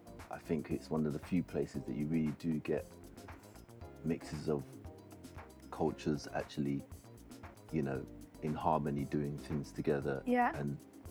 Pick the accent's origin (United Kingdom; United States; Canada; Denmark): United Kingdom; London; also born or lived in Willesden; I grew up in Kingsbury. Spent most of my time in Willesden.